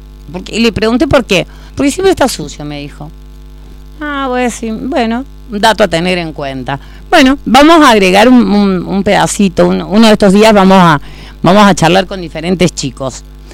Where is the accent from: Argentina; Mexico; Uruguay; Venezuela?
Argentina